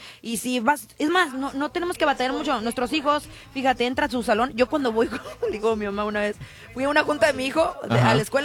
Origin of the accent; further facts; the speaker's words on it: Mexico; Yo soy mexicana y orgullosa, pero las reglas son reglas